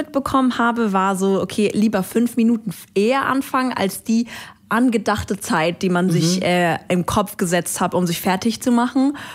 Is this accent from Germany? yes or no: yes; Karlsruhe, Baden-Württemberg, Germany; Ich bin in Karlsruhe aufgewachsen